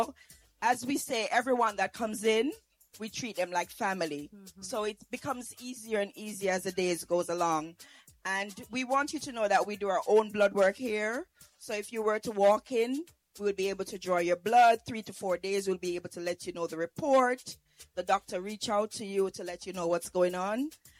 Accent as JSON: {"language": "English", "country": "Jamaica", "said": "I'm from Jamaica, West Indies."}